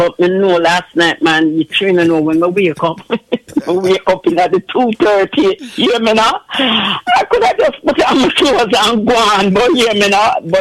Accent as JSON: {"language": "English", "country": "Jamaica", "said": "We as Jamaican, we have to learn to live good with our one another."}